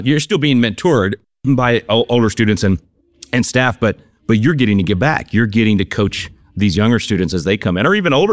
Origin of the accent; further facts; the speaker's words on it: Texas, United States; I said the same thing as a Texan, so you're not wrong.